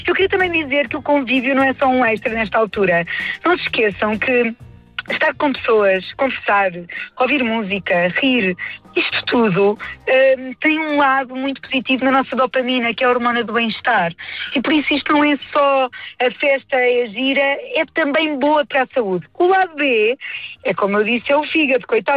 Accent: Cascais, Lisbon, Portugal; a banda da minha terra, do Ténis Bar, que é ali de Cascais

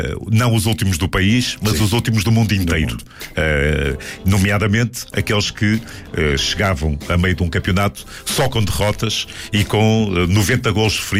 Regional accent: Portugal; nós enquanto portugueses

